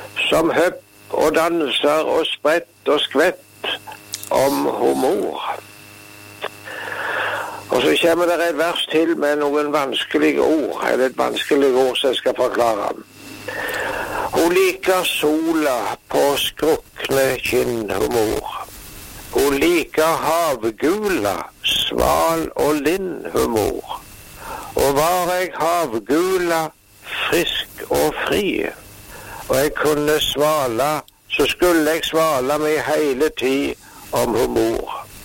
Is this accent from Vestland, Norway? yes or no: no; Rogaland, Norway; Men jeg tenker litt grann tilbake på Jæren der jeg vaks opp.